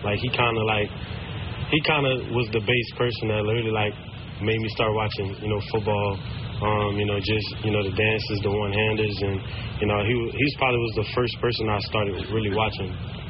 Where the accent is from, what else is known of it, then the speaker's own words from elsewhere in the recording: New Orleans, Louisiana, United States; I got New York tatted on my back. You know what I mean? I'm from New Orleans.